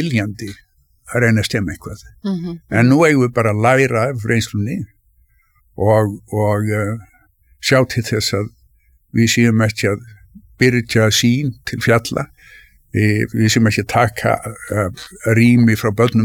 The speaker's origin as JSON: {"language": "Icelandic", "town": "Reykjavík", "region": "Capital Region", "country": "Iceland", "tie": "born or raised there", "said": "ég fættist 1949 og ég óks upp tölvært mikið í Norðumýrinni."}